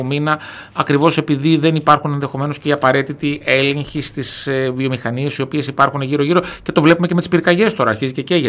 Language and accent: Greek; Thessaloniki, Central Macedonia, Greece; also born or lived in Kilkis; ως ένας άνθρωπος που έχω μεγαλώσει στη Θεσσαλονίκη, έχω ζήσει στο Ελευθέριο Κορδελιό, έχω τελειώσει εκεί το σχολείο